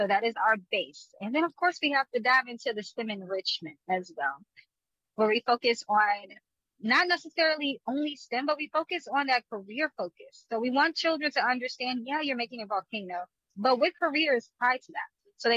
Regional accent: Washington, District of Columbia, United States; I am a native Washingtonian. I am from east of the river, southeast, and that is where I mostly reside. I'm definitely Ward 7 and 8.

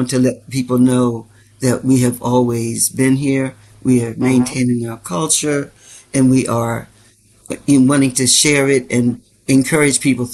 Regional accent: Washington, District of Columbia, United States; I was definitely a D.C. born girl.

